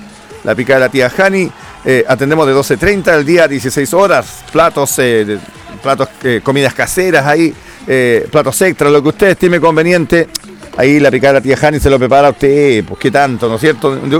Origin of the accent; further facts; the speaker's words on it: Chile